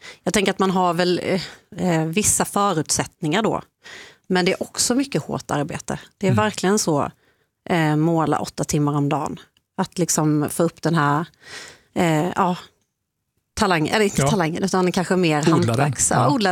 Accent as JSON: {"language": "Swedish", "region": "Småland", "country": "Sweden", "said": "Jag kommer ju från Småland, i liksom uppvuxen i en familj som hållit på mycket så med metallindustri"}